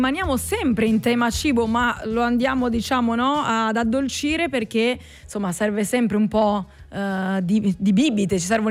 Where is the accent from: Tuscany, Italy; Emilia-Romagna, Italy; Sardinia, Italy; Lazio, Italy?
Emilia-Romagna, Italy; Bologna; Ah, scoccio, scoccio, perché io sono del nord, sono nordica, sono di Bologna, quindi mi devi insegnare meglio il tuo dialetto.